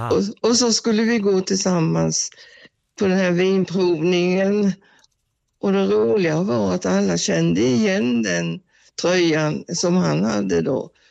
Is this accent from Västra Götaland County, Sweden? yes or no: yes; Vänersborg, Västra Götaland County, Sweden; Ja, vi är några stycken från Vänersborg som åkte ner med resmakaren här till Almenäka för tredje gången.